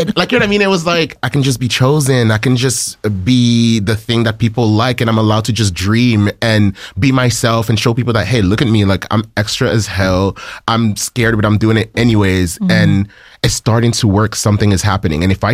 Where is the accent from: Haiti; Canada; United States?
Haiti; I can understand why people could think it's controversial because, like, I'm from Haiti, and you know, and I talk to other immigrants and stuff like that.